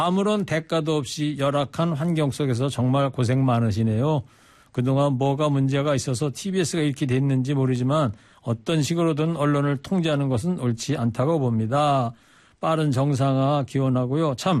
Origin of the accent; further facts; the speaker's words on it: Anseong, Gyeonggi Province, South Korea; 저는 뭐 어릴 때부터 이 그 동네에서 살았던 사람인데 우리 동네 크리켓을 하다니 야 충격이었어요. 물론 그분들이 없다면 안성의 지역 경제도 안 돌아가겠죠.